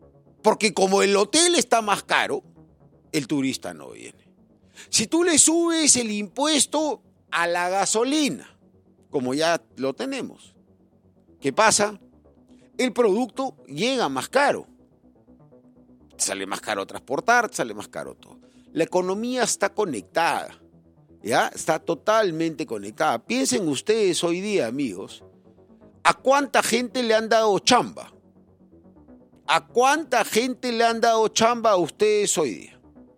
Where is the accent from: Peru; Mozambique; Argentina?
Peru; somos peruanos honestos